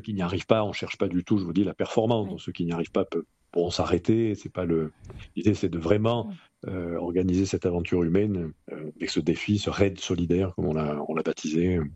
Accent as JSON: {"language": "French", "town": "Marseille", "region": "Provence-Alpes-Côte d'Azur", "country": "France", "tie": "born or raised there", "moved": "as an adult", "lives_now": "Perpignan, France", "said": "Je suis marseillais, moi. Ça fait 20 ans que je suis sur Perpignan aujourd'hui, mais j'ai fait toutes mes études et je suis né à Marseille."}